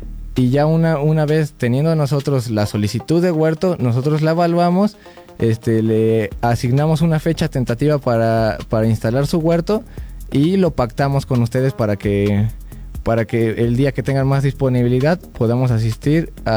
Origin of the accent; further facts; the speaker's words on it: Pachuca, Hidalgo, Mexico; yo soy de Pachuca y ahí tenemos su casa de ustedes.